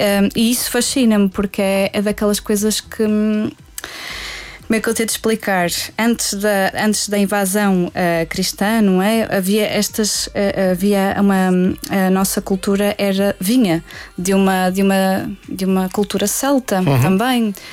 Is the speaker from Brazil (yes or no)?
no; Portugal; Que somos nós portugueses, temos uma relação mais direta com essa mensagem.